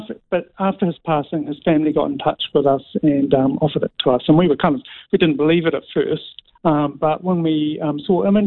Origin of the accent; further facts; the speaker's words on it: Christchurch, Canterbury, New Zealand; now in Wellington, New Zealand; I came from Christchurch probably about 15 or so years ago, and it's always really struck me how multicultural Wellington is and was compared to Christchurch.